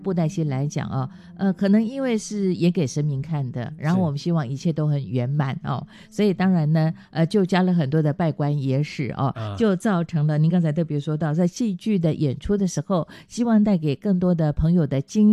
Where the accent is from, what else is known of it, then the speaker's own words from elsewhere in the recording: Chiayi County, Taiwan; 像我是一个从小看歌仔戏长大的人哦。嗯、那我老家在南部，在嘉义哦。